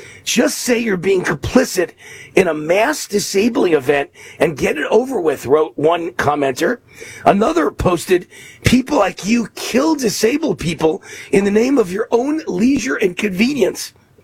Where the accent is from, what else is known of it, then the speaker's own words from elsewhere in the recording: New York, United States; I was from the rough streets of New York.